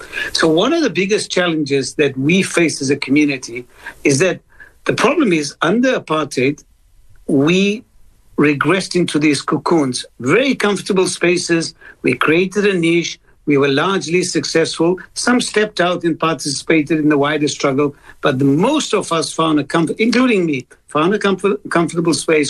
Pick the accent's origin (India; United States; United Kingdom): India; I was still being pigeonholed as an Indian Muslim.